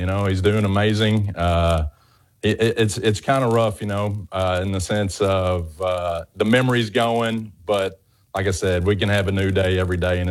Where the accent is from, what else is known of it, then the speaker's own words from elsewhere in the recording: Murray, Kentucky, United States; accent: Southern; I'm in Murray, Kentucky.